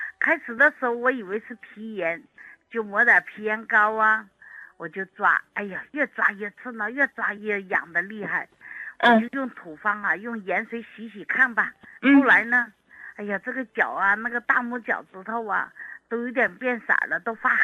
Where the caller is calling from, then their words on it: Nantong, Jiangsu, China; 我是南通的。